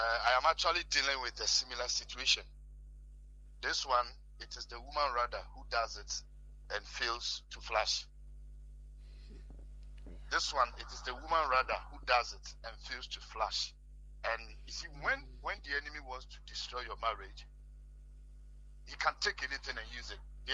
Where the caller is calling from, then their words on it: Tantra Hills, Greater Accra, Ghana; Yeah, I'm speaking from Tantra Hills.